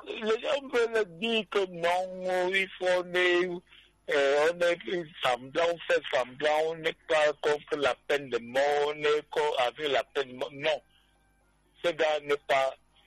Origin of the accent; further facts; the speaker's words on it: Douala, Littoral, Cameroon; Depuis Bonadi, bon. Moi, je suis un enfant de Bonadi, bon.